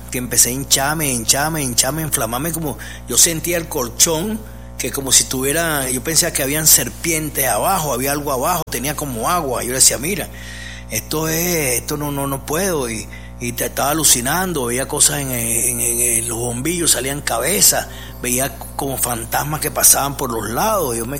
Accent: Venezuela; Soy venezolano.

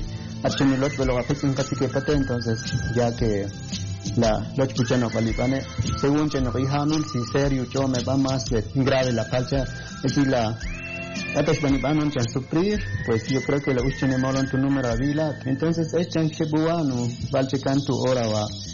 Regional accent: Quiché, Guatemala; first language Ixil; en mi dialecto porque soy Ixil.

